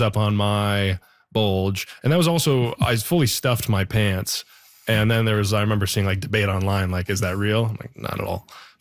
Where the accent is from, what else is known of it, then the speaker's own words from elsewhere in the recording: Canada; accent: Canadian; now in New York, United States; I think, my accent was why, because I couldn't hit the abouts. I think that there's a, it was fun that he's the newcomer and that he's very sweet. And I think that that's kind of how I felt moving to New York